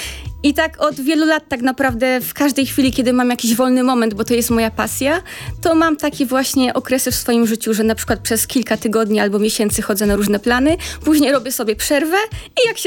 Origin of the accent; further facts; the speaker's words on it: Częstochowa, Silesian Voivodeship, Poland; moved away as an adult; now in Warsaw, Poland; W pierwszy dzień tak naprawdę po przyjeździe do Warszawy, bo ja pochodzę z Częstochowy